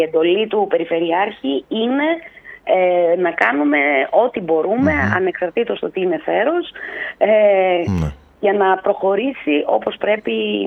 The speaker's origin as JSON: {"language": "Greek", "town": "Komotini", "region": "Eastern Macedonia and Thrace", "country": "Greece", "said": "όποτε λέω ότι είμαι από την Κομοτηνή"}